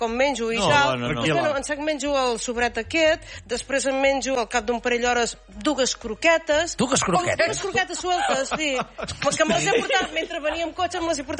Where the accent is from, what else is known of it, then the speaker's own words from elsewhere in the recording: Riudoms, Catalonia, Spain; Jo sóc de Riudoms.